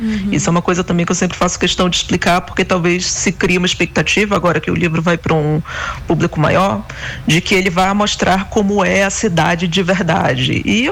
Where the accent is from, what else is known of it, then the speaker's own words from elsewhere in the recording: Manaus, Amazonas, Brazil; now in São Paulo, Brazil; eu vou e volto, né? Minha família ainda está em Manaus, eu sou de Manaus de fato. E sempre vou estar retornando para aí, né?